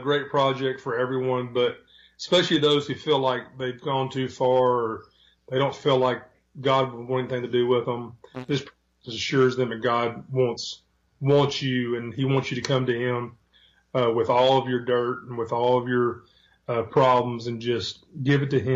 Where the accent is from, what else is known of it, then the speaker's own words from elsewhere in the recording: Memphis, Tennessee, United States; also born or lived in Pigeon Forge, Tennessee; now in Morgantown, Kentucky, United States; Well, I'm from Memphis, Tennessee.